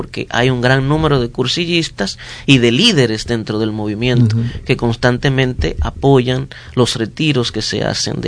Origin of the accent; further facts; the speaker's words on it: Palmarito, La Vega, Dominican Republic; vicario de la parroquia del Beato Bonó de Palmarito, La Vega, de donde yo soy. Así que aprovecho para saludar a la gente de Palmarito